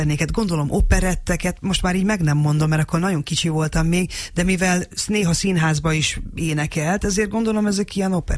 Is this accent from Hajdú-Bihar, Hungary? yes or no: yes; Hajdúböszörmény, Hajdú-Bihar, Hungary; born or raised there